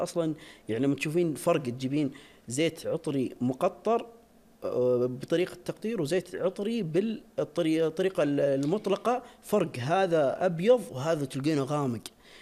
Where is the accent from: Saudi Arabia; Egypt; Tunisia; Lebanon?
Saudi Arabia; Najd; انتشر الخزامة عندنا في نجد